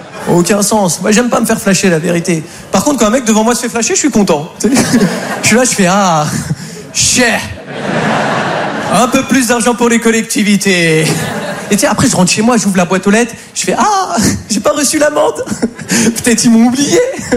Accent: France; Je suis français, moi, ok?

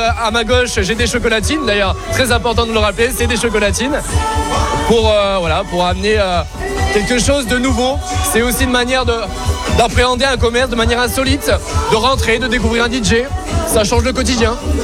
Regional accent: Auvergne-Rhône-Alpes, France; Je pensais justement faire quelques petites dates dans ma Drôme natale. Je suis originaire de la Drôme.

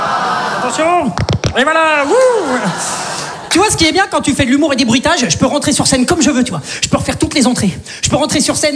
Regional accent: Saint-Étienne, Auvergne-Rhône-Alpes, France; Non, je déconne, je viens de Saint-Étienne.

